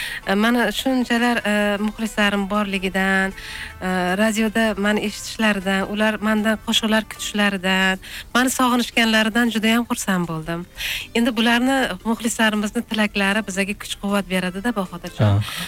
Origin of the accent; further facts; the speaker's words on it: Margilan, Fergana Region, Uzbekistan; Marg'ilonlik.